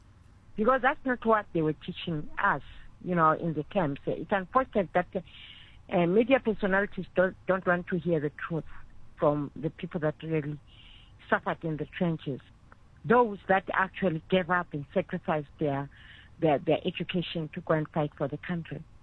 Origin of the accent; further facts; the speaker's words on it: South Africa; I'll talk about South Africa because I'm a South African.